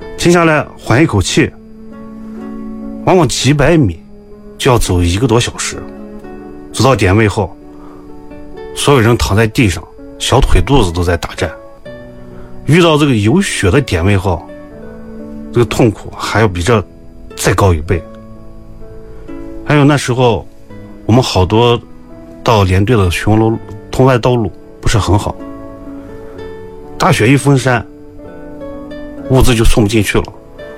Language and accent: Chinese; Xinjiang, China; 因为我是兵团长大的，兵团人第三代，当时小的时候就听父辈们经常讲这个兵团人同垦戍边的故事，那会儿就觉得自己是兵团人，很骄傲很自豪。